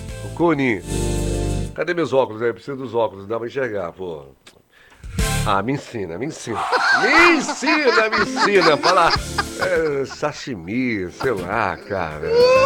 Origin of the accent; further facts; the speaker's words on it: Salvador, Bahia, Brazil; Eu sou de Salvador, Bahia, Brasil, viu?